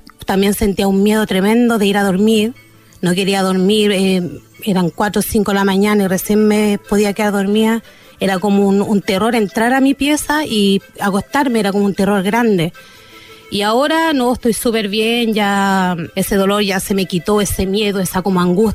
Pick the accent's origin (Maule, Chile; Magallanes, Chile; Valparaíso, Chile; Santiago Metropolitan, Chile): Santiago Metropolitan, Chile; Pudahuel